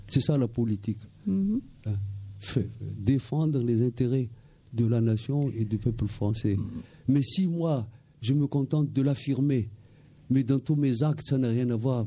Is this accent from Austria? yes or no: no; Madagascar; À partir du moment où je suis malgache, je fais de la politique à Madagascar.